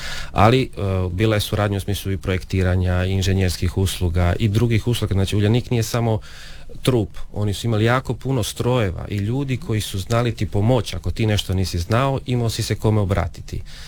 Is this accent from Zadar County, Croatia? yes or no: no; Pula, Istria County, Croatia